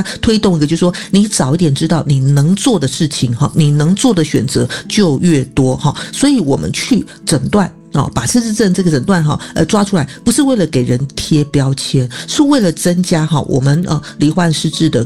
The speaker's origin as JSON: {"language": "Chinese", "country": "Taiwan", "said": "我们台湾人"}